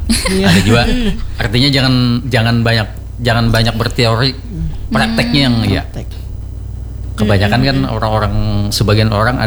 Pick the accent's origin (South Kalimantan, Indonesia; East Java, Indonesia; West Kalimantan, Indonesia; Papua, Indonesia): South Kalimantan, Indonesia; Banjar; kita itu orang Banjar